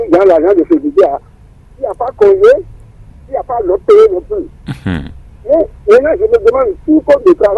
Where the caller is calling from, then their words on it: Parakou, Borgou, Benin; depuis Parakou.